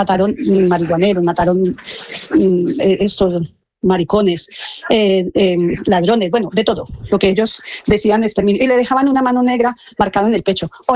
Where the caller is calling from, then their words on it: Pereira, Risaralda, Colombia; yo soy de Pereira y vivíamos prácticamente en la galería.